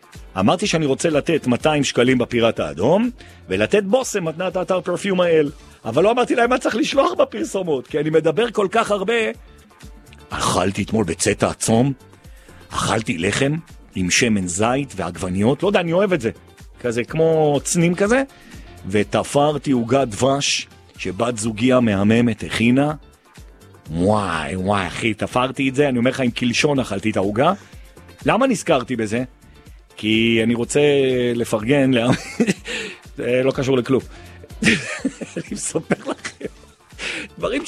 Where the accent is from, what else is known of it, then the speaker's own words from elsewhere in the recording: Jerusalem, Jerusalem District, Israel; כי אני ירושלמי, מותר לי